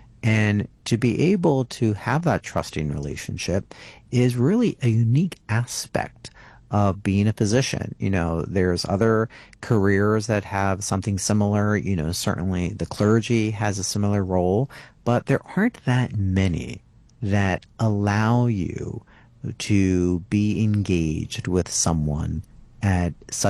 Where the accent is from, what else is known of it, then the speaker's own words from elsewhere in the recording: Philadelphia, Pennsylvania, United States; moved away; and I'm from Philadelphia, Broomall Newtown Square.